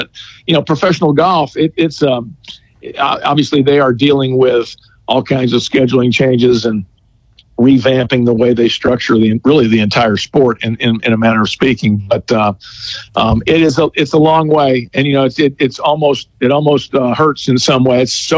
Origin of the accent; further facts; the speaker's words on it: United States; I'm an American